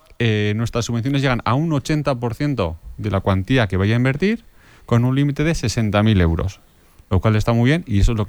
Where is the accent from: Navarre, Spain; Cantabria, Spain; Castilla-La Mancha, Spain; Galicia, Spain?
Navarre, Spain; Estella; en Estella, de donde soy yo